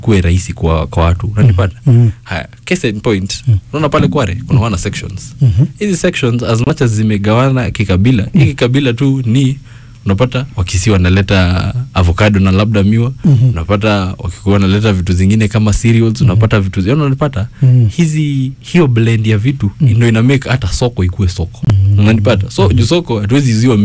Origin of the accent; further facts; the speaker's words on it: Kajiado County, Kenya; mimi ni wa Kajiado North